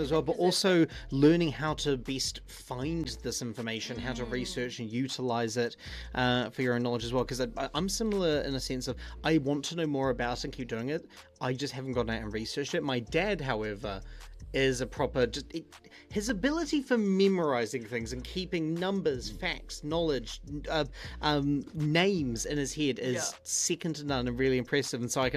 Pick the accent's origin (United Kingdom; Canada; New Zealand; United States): New Zealand; My family's ancestry is Scottish. I mean, I'm several generations of raised in Aotearoa, but I know if you go back far enough, we come from the Scots.